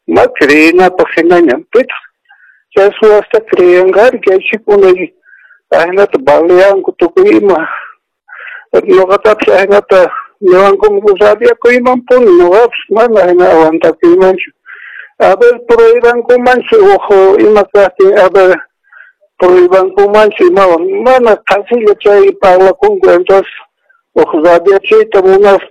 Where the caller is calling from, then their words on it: Tapacarí, Cochabamba, Bolivia; Estoy llamando de Tapacari.